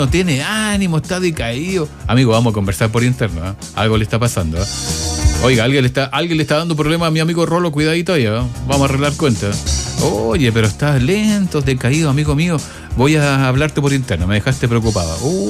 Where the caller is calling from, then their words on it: Viña del Mar, Valparaíso, Chile; de Viña del Mar.